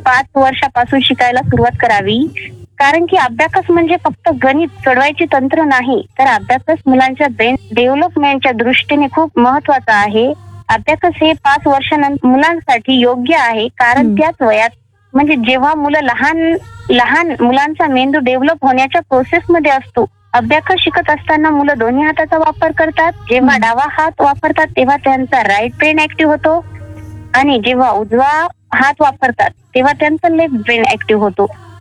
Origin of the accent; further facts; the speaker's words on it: Pardi Asra, Maharashtra, India; moved away as an adult; now in Sukli, Washim, India; जिल्हा वाशिम आहे। वाशिम वरून 20 किलोमीटर अंतर माझं गाव आहे। तसेच माझे माहेर पारडी आसरा आहे। माझं शिक्षण BA फायनल झाले आहे।